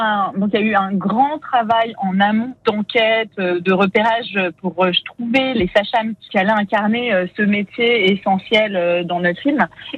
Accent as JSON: {"language": "French", "town": "Castelnau-le-Lez", "region": "Occitanie", "country": "France", "tie": "born or raised there", "said": "Ah oui, moi j'ai un grand attachement avec l'Héro. Moi j'ai grandi à Castelnau-le-Lez et surtout j'ai grandi dans l'univers du sport montpelliérain"}